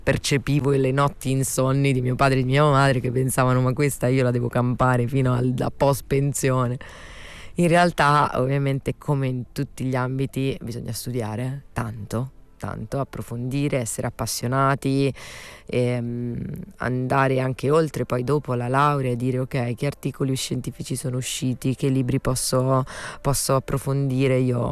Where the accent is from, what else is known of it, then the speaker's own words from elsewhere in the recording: Santa Teresa Gallura, Sardinia, Italy; born there; also born or lived in Sassari / Cagliari / Alghero; Sono cresciuta nel mare più bello dell'universo mondo, inutile negarlo, a Santa Teresa di Gallura. Sono nata a Sassari, quindi ho vissuto un po' il mare del Nord Sardegna, Alghero, ho vissuto anche a Cagliari, alle elementari